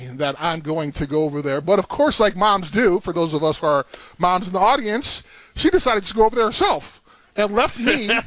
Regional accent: Chicago, Illinois, United States; moved away; growing up in Chicago, being a Bear fan as a kid

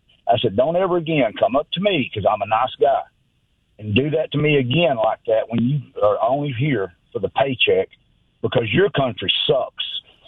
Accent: United States; born there; I'm born here. My family come here in 1678 from England and fought in the Revolutionary War to free this country.

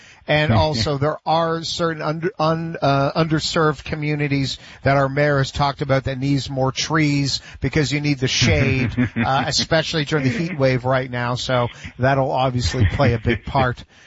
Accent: Toronto, Ontario, Canada; it's not just bias because I'm from Toronto.

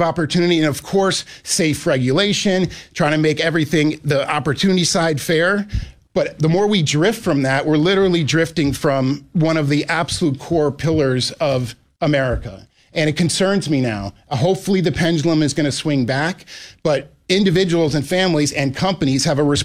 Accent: New York, United States; And, you know, as a New Yorker, it was devastating.

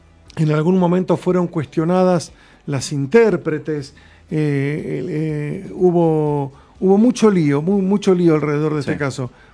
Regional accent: Puerto San Julián, Santa Cruz, Argentina; born there; moved away; Yo nací en Puerto San Julián, provincia de Santa Cruz.

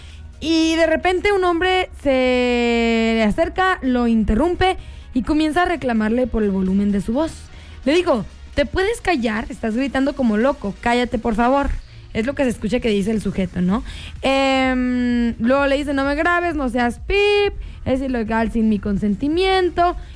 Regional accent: Mexico; ¿cómo me vas a exigir que hable inglés si estoy en México, en mi país, en donde se habla español?

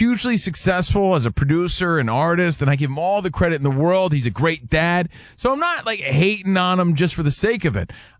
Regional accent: East Coast, United States; All right, so anyway, it's … We're from the East Coast.

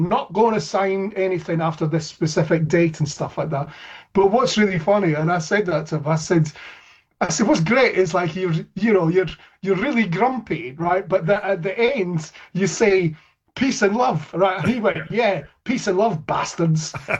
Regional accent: Scotland, United Kingdom; And also because, as your listeners might hear, I'm Scottish, right?

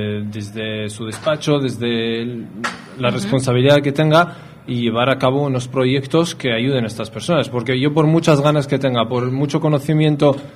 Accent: Basque Country, Spain; sino que nosotros, siendo vascos y vascas, tenemos una manera también de vivir que es nuestra casa, lo que hemos mamado de nuestras madres, de nuestros padres

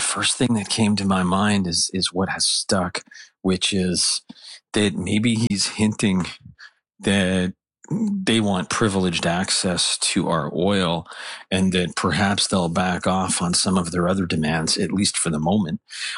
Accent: Canada; it's not because I'm Canadian, but I tend to believe our side is the more accurate one

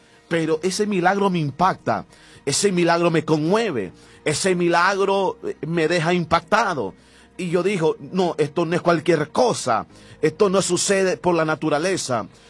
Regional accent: Nicaragua; moved away; y allá en Nicaragua, en mi país

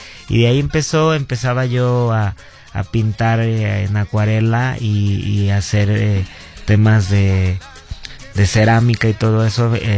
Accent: Morelia, Michoacán, Mexico; born there; somos de Morelia, es un estado complicado

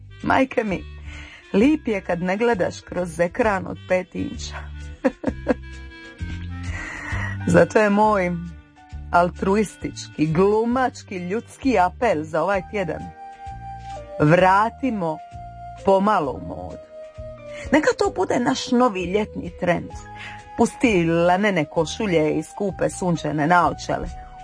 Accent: Split, Split-Dalmatia County, Croatia

